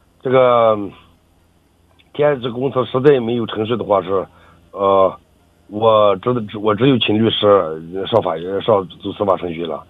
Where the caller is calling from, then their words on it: Aksu, Xinjiang, China; 我们是阿克苏，新疆阿克苏市的